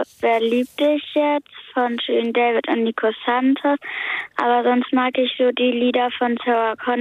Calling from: Ahrensburg, Schleswig-Holstein, Germany; Aus Ahrensburg.

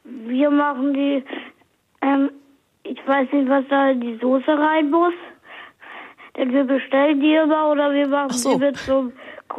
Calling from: Braunschweig, Lower Saxony, Germany; Ich bin 7 und ich komme aus Braunschweig.

